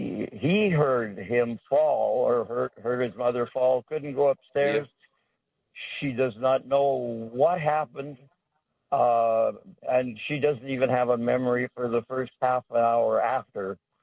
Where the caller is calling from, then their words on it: West Fargo, North Dakota, United States; Thanks, Mike. I'm actually phoning from West Fargo.